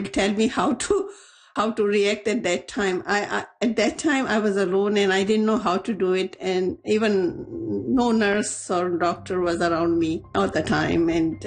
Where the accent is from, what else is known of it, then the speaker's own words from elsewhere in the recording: Pakistan; moved away as an adult; now in Vancouver, Canada; I came from Pakistan, and back home, when I see it, it was completely different.